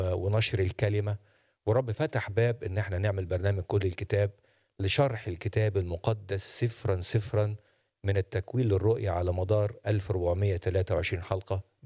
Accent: Sheikh Ziyad, Minya Governorate, Egypt; الشيخ زياد مركز مغاغة محافظة المنيا، في هذا المكان أنا نشأت في الشيخ زياد، وفي هذا المكان اتعرفت على الرب منذ الصغر

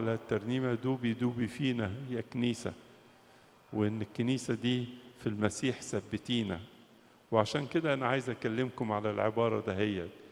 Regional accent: Egypt; يحفظ بلادنا مصر

